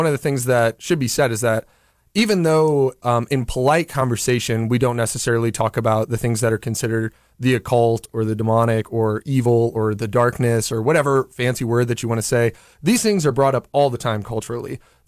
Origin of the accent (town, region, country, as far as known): St. Louis, Missouri, United States; now in Omaha, United States